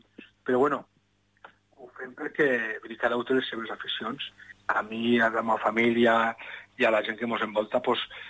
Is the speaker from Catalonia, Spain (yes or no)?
no; Valencian Community, Spain; Vam tenir la sort, nosaltres som del País Valencià, vull dir, no entraríem dins de...